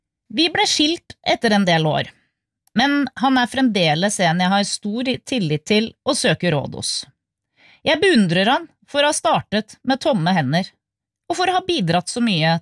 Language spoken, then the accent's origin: Norwegian; Trondheim, Trøndelag, Norway; og jeg kommer fra Trondheim. Men som du sikkert hører, snakker ikke jeg særlig trøndersk.